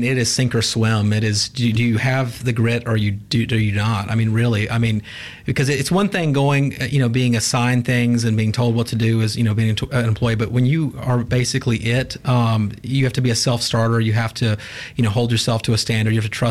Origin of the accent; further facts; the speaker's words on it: Jackson, United States; You know, I'm from Jackson. My family's from Jackson.